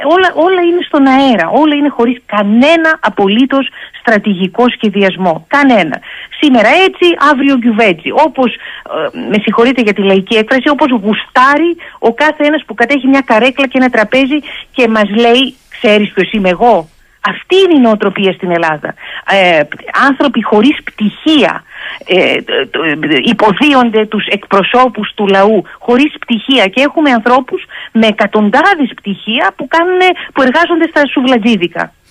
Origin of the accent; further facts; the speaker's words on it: Istanbul, Turkey; moved away as an adult; now in Athens, Greece; εγώ δεν γεννήθηκα στην Ελλάδα, κυρία Σαχίνη, εγώ γεννήθηκα και μεγάλωσα στην Κωνσταντινούπολη. Έχω άλλες καταβολές και σας λέω με βεβαιότητα. Γιατί μέχρι τα 18 ήμουν στην Κωνσταντινούπολη πριν πάω να σπουδάσω στη Γαλλία και στην Αγγλία, και από το 2000 ζω μόνιμα στην Αθήνα.